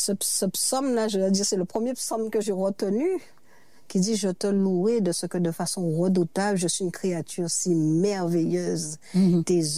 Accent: Saint-François, Guadeloupe; born there; moved away as an adult; also born or lived in Saint-Martin; on est né à Saint-François, tout le monde nous connaît.

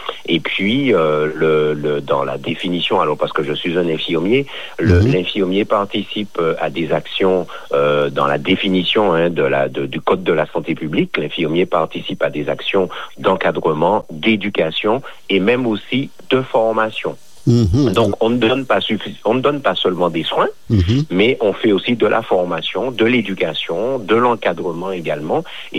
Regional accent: Martinique, France; also born or lived in Budapest, Hungary; puis depuis dimanche, je suis retourné chez moi en Martinique, et actuellement, je suis donc en Martinique.

